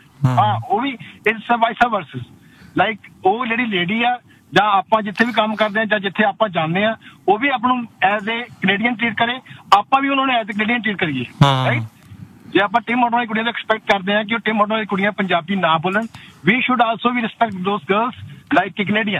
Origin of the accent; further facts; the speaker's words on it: Punjab, India; ਮੈਂ ਵੀ ਪੰਜਾਬੀ ਹਾਂ